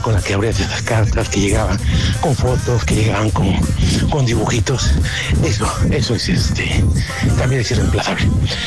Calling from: Veracruz, Mexico; de Veracruz.

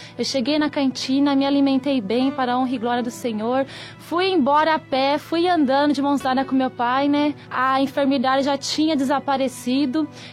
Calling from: Suzano, São Paulo, Brazil; Eu sou de Suzano, Rua Amélia Guerra, 865, Vila Morim.

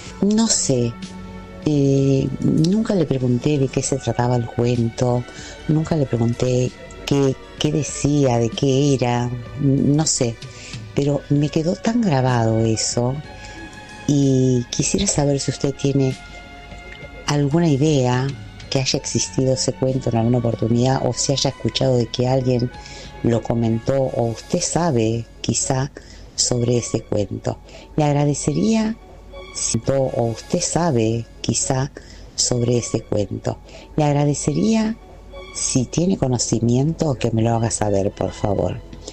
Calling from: Tigre, Buenos Aires Province, Argentina

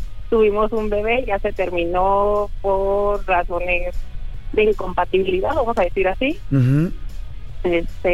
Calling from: Toluca, State of Mexico, Mexico; Estoy en Toluca.

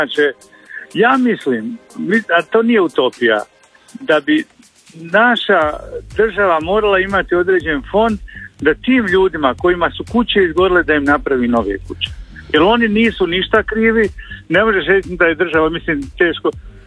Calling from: Hrvatska Kostajnica, Sisak-Moslavina County, Croatia; ja sam iz Kostanice, znam kak je bilo u Petrinji

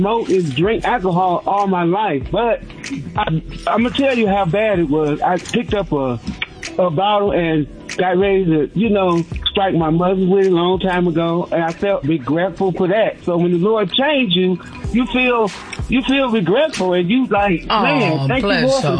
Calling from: Cleveland, Ohio, United States; I'm calling from Cleveland, Ohio.

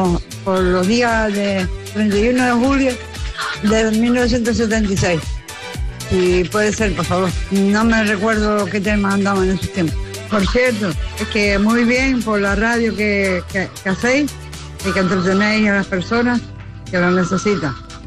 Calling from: Canary Islands, Spain; Les llamo desde Canarias.

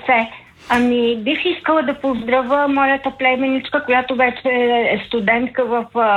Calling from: Smolyan, Smolyan Province, Bulgaria; от Смолен съм вече.

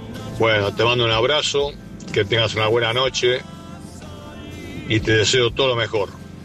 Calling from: Wilde, Buenos Aires Province, Argentina; de Wilde, el bailarín.

